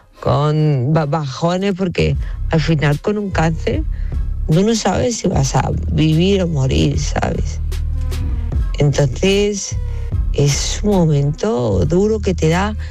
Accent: Spain; Digo, no, pues soy española.

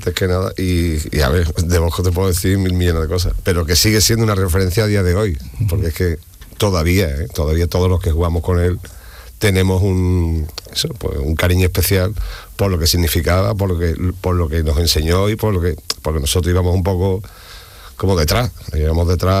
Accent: Andalusia, Spain; yo venía del Aljarafe, que era otro equipo, yo me crié en el Aljarafe.

